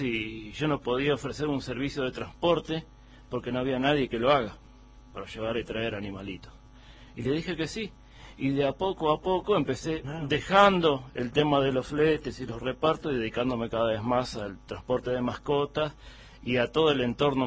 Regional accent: Buenos Aires, Argentina; moved away as an adult; now in Jujuy, Argentina; nosotros originalmente venimos de la ciudad de Buenos Aires, de Cava.

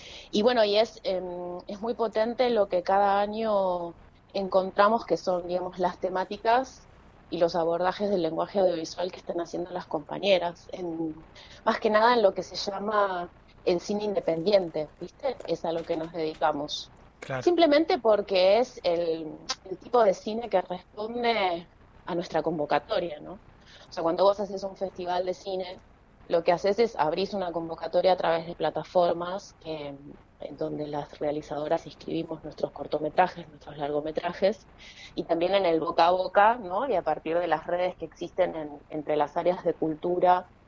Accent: Buenos Aires, Argentina; now in Bariloche, Argentina; migré a Bariloche y entonces siempre estoy descubriendo qué tan porteña soy, básicamente.

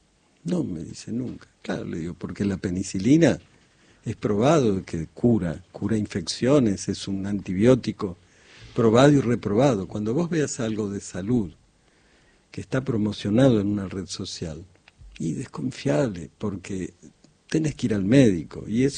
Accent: Argentina; yo soy re argentino y digo, bueno, este país ha recibido históricamente

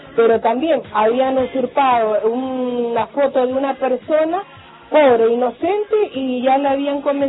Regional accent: Cuadro Nacional, Mendoza, Argentina; Hola, buenos días Marcos, ¿cómo estás? Yo te cuento … de Cuadro Nacional.

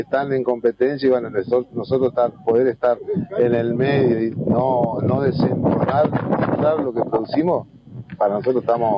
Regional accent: Bella Vista, Corrientes, Argentina; Yo soy de Bellavista y soy miembro de la sociedad rural

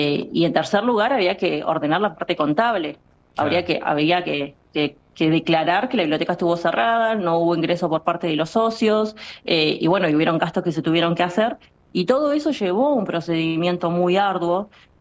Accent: Río Grande, Tierra del Fuego, Argentina; born or raised there

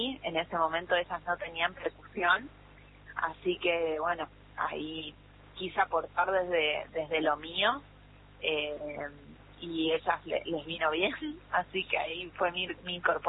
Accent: Corrientes, Argentina; O sea, yo soy la única correntina.

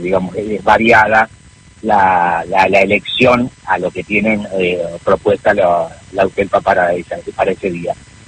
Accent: General Pico, La Pampa, Argentina; moved away as an adult; now in Santa Rosa, Argentina; En General Pico, en primario y secundario

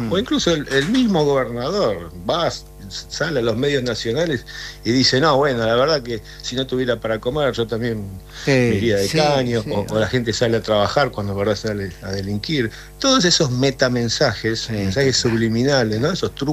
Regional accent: Argentina

